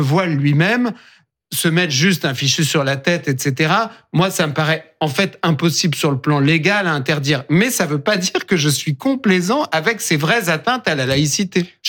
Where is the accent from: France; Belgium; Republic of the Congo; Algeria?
France; Je suis un Français patriote.